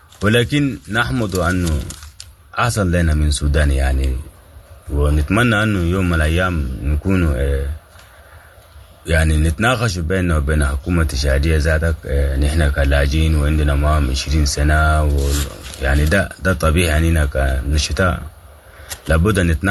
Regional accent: Sudan; moved away; نحن قاعدين نتعب كسودانيين وفقدنا الوطن

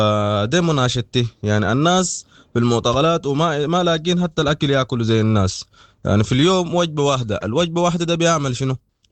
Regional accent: Sudan; ان شاء الله نطلع اي اوراق يثبت لنا نحن كسودانيين لاجئين بنعانوا من وضع الحرب في السودان

